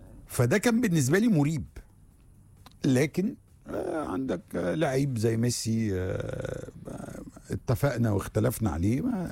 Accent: Egypt; احنا جروب مصري

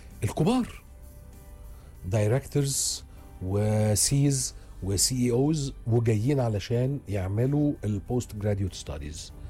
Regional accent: Egypt; اكيد التعليم في الدنيا مش بس عندنا في مصر

